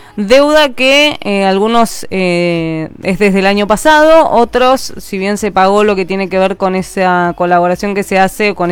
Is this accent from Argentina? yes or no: yes; Bahía Blanca, Buenos Aires Province, Argentina; now in near Ingeniero White, Argentina; Yo como soy de Bahía.